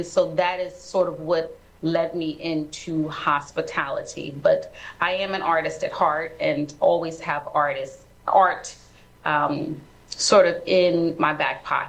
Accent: New York City, New York, United States; You know, I'm a Harlem native, born here in New York, actually born in the Village. But I have been in Harlem probably since a few months old. These are my stomping grounds.

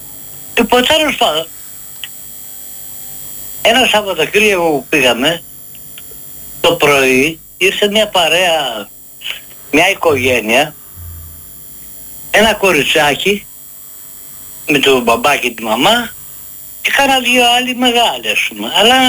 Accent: Karditsa, Thessaly, Greece; έφυγα πήγα στην Καρδίτσα, στο χωριό μου, στην Λίμνη Πλαστήρα.

